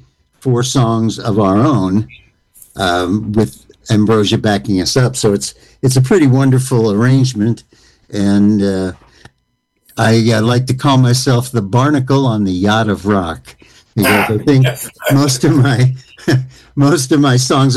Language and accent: English; New York City, New York, United States; born there; moved away as an adult; also born or lived in Washington, D.C. / Boston; now in Franklin, Tennessee, United States; Forest Hills, New York is where I'm from originally. And then I went to school in D.C.